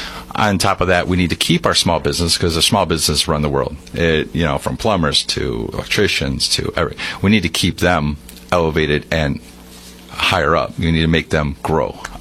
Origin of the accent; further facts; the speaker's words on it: Sandwich, Illinois, United States; now in Yorkville, United States; Home is Yorkville, but I grew up in Sandwich, and I've been living this whole area my whole life, my family too.